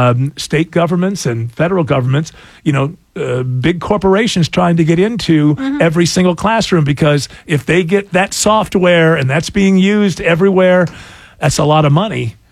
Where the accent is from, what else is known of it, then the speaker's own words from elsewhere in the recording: Utah, United States; well, I grew up in Utah.